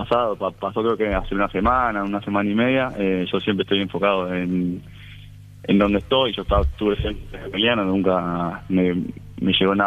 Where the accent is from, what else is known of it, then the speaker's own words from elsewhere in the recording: Buenos Aires, Argentina; moved away; Yo soy de Buenos Aires.